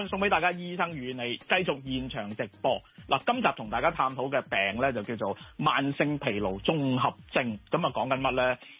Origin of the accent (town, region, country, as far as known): Hong Kong